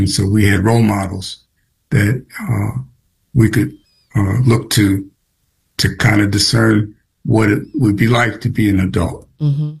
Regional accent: Cleveland, Ohio, United States; also born or lived in Shaker Heights; I was born in Cleveland.

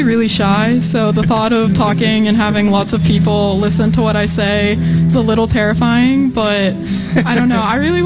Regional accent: Pittsburgh, Pennsylvania, United States; moved away as an adult; now in Cleveland, United States; Yeah, I'm from Pittsburgh, so not too far.

